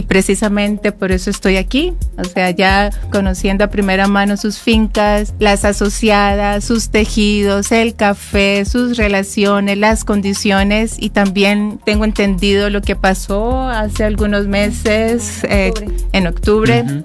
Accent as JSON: {"language": "Spanish", "country": "Colombia", "said": "como colombiana también sé"}